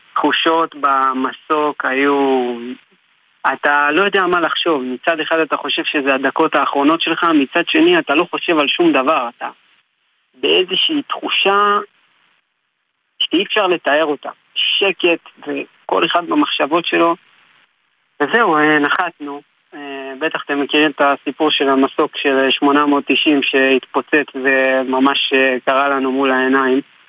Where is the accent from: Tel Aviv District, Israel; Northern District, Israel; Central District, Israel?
Central District, Israel; Kfar Saba; אני האמת כפר סבאי במקור, גם אני וגם אח שלי